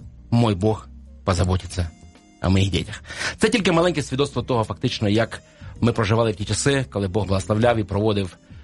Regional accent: Kyiv, Ukraine; от ми із Києва

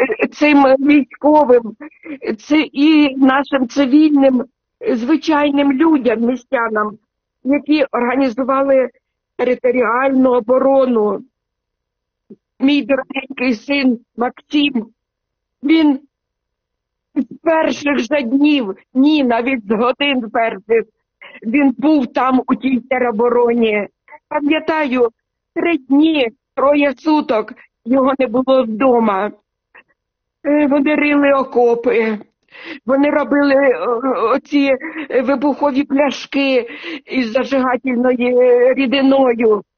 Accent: Sumy, Sumy Oblast, Ukraine; а зараз захищає наше рідне місто Суми. Я писаю тим, що наше місто Суми

